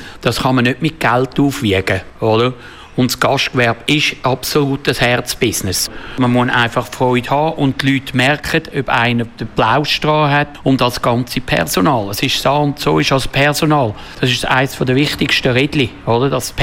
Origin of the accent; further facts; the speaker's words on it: Switzerland; ich bin aufgewachsen in der Krone